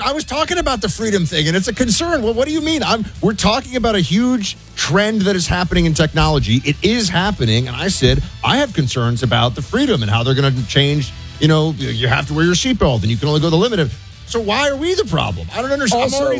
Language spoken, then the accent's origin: English; United States; Sir, as an American, I revel in my air conditioning.